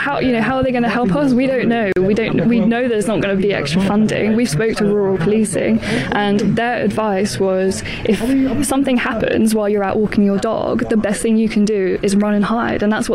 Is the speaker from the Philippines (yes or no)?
no; London, United Kingdom; moved away; I grew up in North London, so I consider myself a little bit streetwise